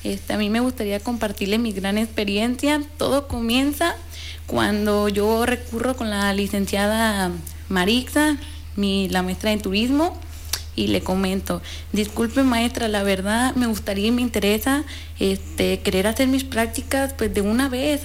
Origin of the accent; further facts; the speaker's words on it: Autlán, Jalisco, Mexico; yo soy de aquí de Utlán